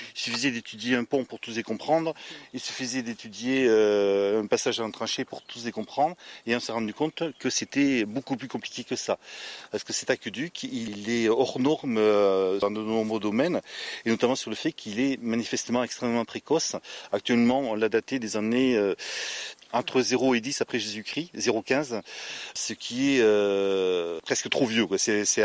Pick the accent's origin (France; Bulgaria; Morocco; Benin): France; born there; je suis archéologue, je suis né à Verse et j'habite maintenant à Cabouret.